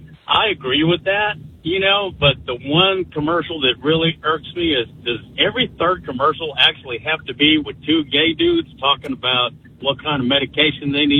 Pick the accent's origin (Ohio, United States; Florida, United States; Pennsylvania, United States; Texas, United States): Texas, United States; Brownsville; I'm originally from there too. I'm originally from Brownsville